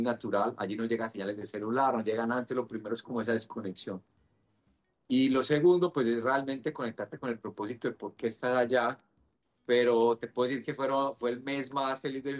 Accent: Medellín, Antioquia, Colombia; moved away; originariamente yo soy de Medellín, tengo 40 años actualmente

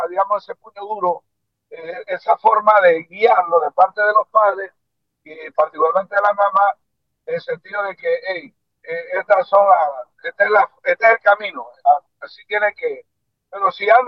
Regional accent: Volcán, Chiriquí, Panama; allá en mi pueblo

